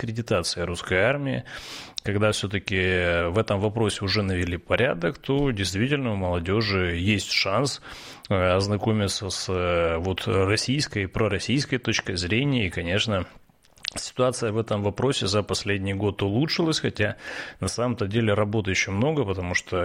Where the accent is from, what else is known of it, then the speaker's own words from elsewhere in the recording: Kyiv, Ukraine; Я из Киева.